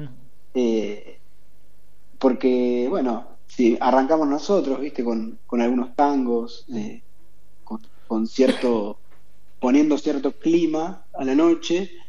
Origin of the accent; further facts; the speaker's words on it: Chacabuco, Buenos Aires Province, Argentina; moved away as an adult; now in La Plata, Argentina; yo soy de Chacabuco